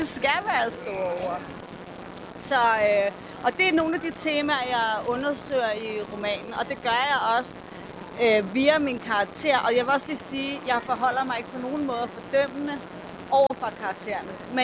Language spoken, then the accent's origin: Danish; Copenhagen, Capital Region of Denmark, Denmark; Er fra Vesterbro.